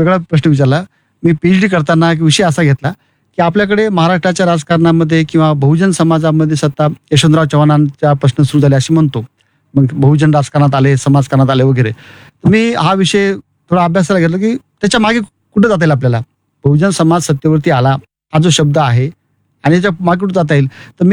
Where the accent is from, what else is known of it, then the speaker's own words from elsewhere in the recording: Shendra, Maharashtra, India; मी मूळचा शेंद्रा, जिल्हा परभणी, तालुका परभणी.